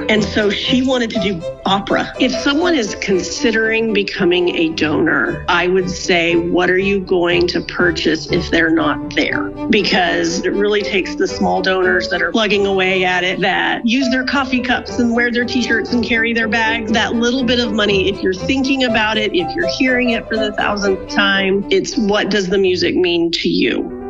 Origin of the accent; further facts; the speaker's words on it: Arlington, Texas, United States; from Arlington, Texas.